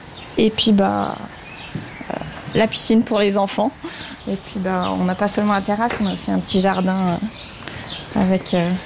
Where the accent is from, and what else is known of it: Jura, Switzerland